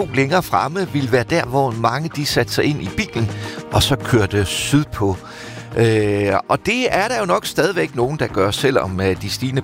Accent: North Denmark Region, Denmark; Men har vi som nordjyder egentlig styr på, hvor meget eller hvor lidt benzin- og dieselpriserne faktisk er steget?

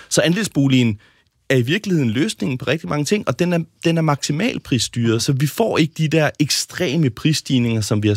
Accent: Jutland, Denmark; now in Copenhagen, Denmark; jeg bor selv i hovedstaden, men er født og opvokset i Jylland, og jeg synes, vi snakker alt for lidt om den andre dele af Danmark også.

